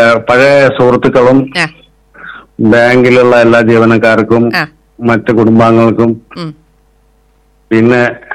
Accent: Kozhikode, Kerala, India; now in Palakkad, India; ഞാൻ ജനിച്ചു പോകുന്നത് കോഴിക്കോടാണ്, ഈ കോട്ടേഴ്സിലാണ് ജനിച്ചു പോകുന്നത്.

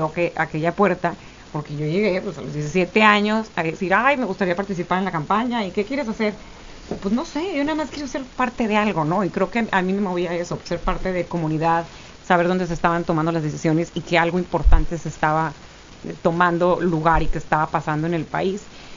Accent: Tamaulipas, Mexico; moved away as an adult; also born or lived in Monterrey; tengo tantos años, soy de Tamaulipas

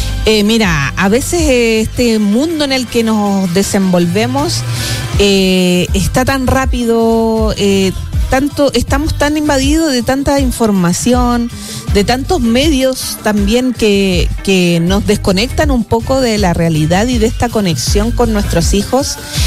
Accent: Antofagasta, Chile; mis papás nos llevaban así como al cerquita del mercado en Antofagasta, pero yo soy antofagastina.

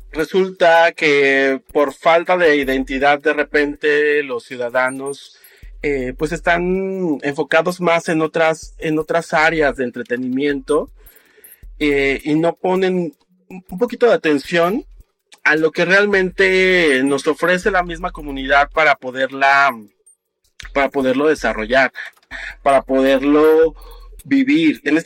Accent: Asunción Nochixtlán, Oaxaca, Mexico; soy originario de Asunción Ochixtlán, Oaxaca. Tengo ya 37 años de edad

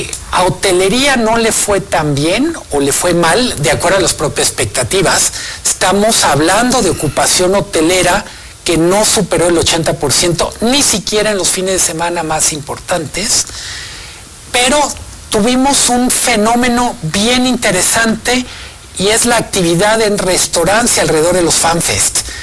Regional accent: Guadalajara, Jalisco, Mexico; Soy de Guadalajara

